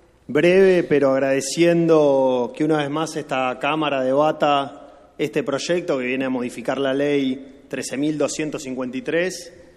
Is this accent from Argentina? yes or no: yes; Pehuajó, Buenos Aires Province, Argentina; yo soy de Pehuajó. Pehuajó tiene uno de los hipódromos importantes dentro de la provincia de Buenos Aires